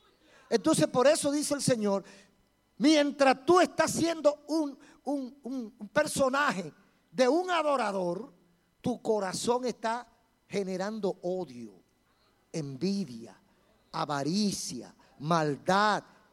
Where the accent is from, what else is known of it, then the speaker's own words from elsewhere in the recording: Dominican Republic; mi país, República Dominicana